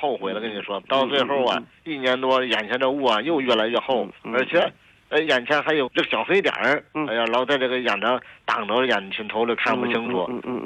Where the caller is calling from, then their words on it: Jinghai, Tianjin, China; 我是那个天津静海的。